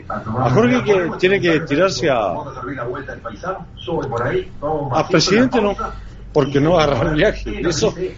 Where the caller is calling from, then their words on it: Colonia, Uruguay; Yo soy de Colonia, de la zona de Hombre de la Valle, pero anduve por Estación Francia, Morató, Merino, todos esos lugares.